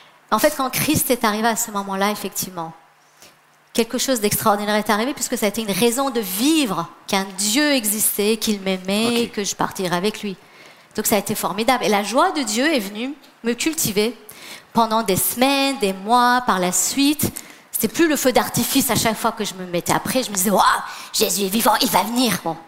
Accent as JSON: {"language": "French", "country": "Iran", "said": "Alors moi, je suis iranienne, d'où mon prénom d'ailleurs."}